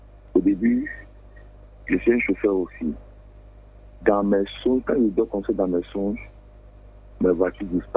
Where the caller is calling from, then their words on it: Togo; Je suis un Togolais.